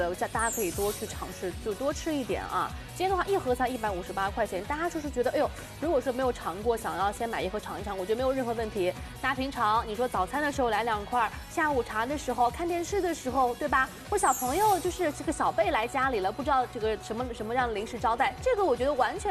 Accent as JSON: {"language": "Chinese", "country": "China"}